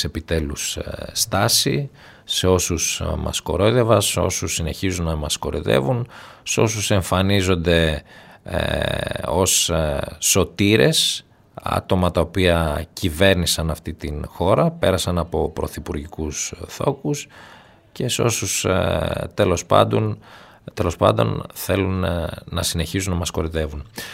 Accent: Greece; σαν Έλληνες

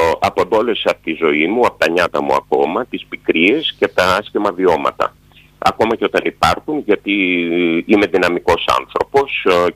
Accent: Lamia, Central Greece, Greece; Ήμουνα με τη Νέα Δημοκρατία συγκεκριμένα όλα τα χρόνια, από μαθητής, από την πατρίδα μου, από τη Λαμία, όλα τα χρόνια.

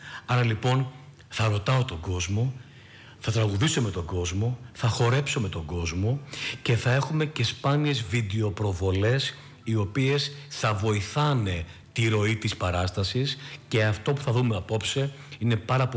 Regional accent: Greece; εάν θέλουμε στο μέλλον να λέμε ότι είμαστε Έλληνες

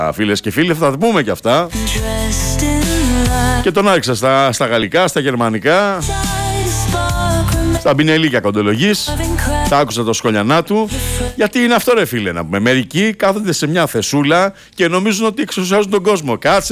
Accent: Crete, Greece; moved away; εγώ είμαι από την Κρήτη, αδερφέ, και δεν έχω καταφέρει να πάω εδώ και χρόνια.

